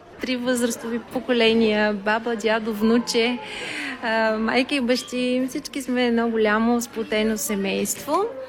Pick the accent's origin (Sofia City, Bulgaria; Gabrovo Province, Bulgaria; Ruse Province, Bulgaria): Sofia City, Bulgaria; Sofia; moved away as an adult; also born or lived in Pleven, Bulgaria; now in Graz, Austria; Аз съм родом от Плевен, съм израснала в София. В Австрия дойдох преди 25 години да работя и така тук останах, пуснах корени, създавах моето семейство